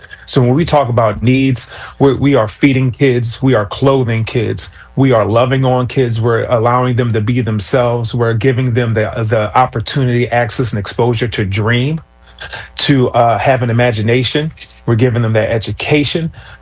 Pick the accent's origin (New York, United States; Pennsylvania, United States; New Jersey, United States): Pennsylvania, United States; Philadelphia; when I grew up in South Philly